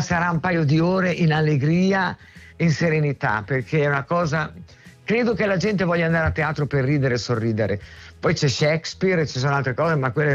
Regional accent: Emilia-Romagna, Italy; Le emiliane.

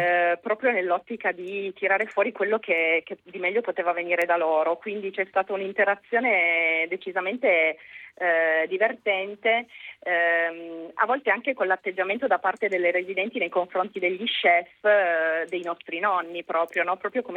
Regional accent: Piedmont, Italy; pur da piemontese

